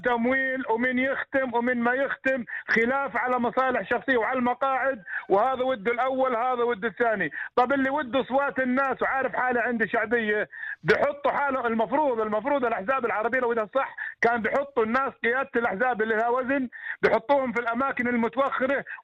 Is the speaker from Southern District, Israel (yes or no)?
yes; Southern District, Israel; كل الظروف اللي في الحياة عندنا في الجنوب صعبة جدا